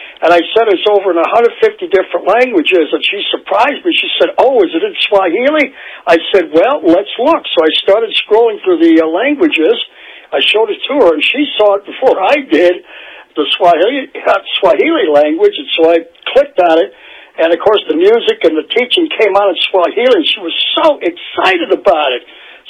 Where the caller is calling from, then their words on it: Maplewood, Missouri, United States; I'm calling from Maplewood, Missouri.